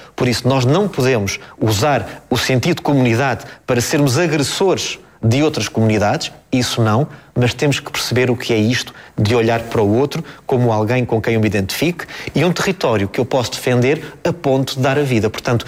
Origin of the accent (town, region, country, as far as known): Portugal